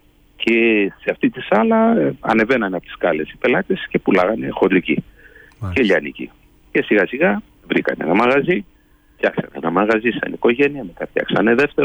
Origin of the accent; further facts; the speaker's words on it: Greece; moved away as an adult; now in São Paulo, Brazil; Μετά το 1983 αποφασίσαμε να ξαναγυρίσουμε, εγώ δηλαδή μεγάλωσα εδώ στην Ελλάδα.